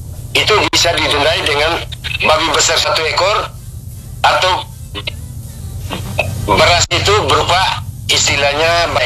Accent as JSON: {"language": "Indonesian", "area": "Ende", "region": "East Nusa Tenggara", "country": "Indonesia", "said": "istilah kita orang Ende bilang"}